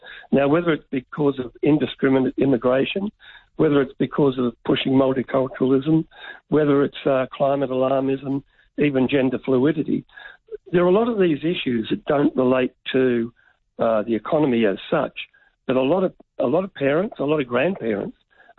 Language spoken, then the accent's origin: English; Melbourne, Victoria, Australia; when I grew up in Broadmeadows in Melbourne, there were, I think, three beers.